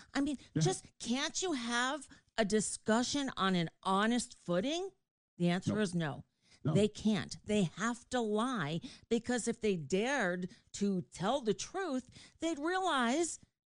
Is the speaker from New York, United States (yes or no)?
yes; New York, United States; moved away; I grew up in New York, and then I worked in New York in the first half of the 80s I was there.